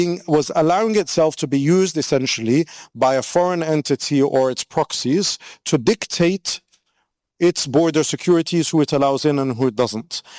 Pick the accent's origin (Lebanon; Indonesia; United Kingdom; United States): United Kingdom; And when I applied as a British national, you apply for the ETA, the visa waiver program, and I had one that was running because I've been to Canada a few times.